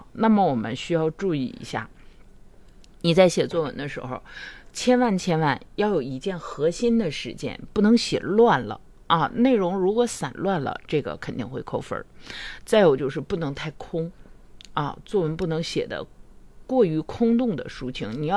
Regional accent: Harbin, Heilongjiang, China; 咱家乡啊，咱哈尔滨啊

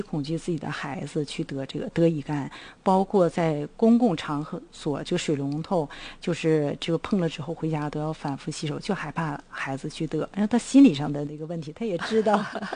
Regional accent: China

